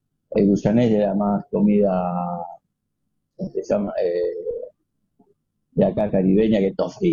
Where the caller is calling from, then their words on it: Buenos Aires, Argentina; Yo soy de Buenos Aires. Vivo en Buenos Aires. tengo mi familia allá, todo, y hago 2 meses acá y 2 meses allá.